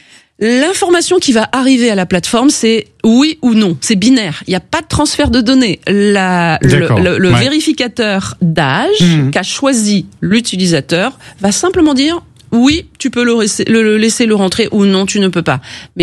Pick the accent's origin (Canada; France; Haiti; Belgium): France; tous les réseaux sociaux sont concernés chez nous, en France, en tout cas, dans notre définition.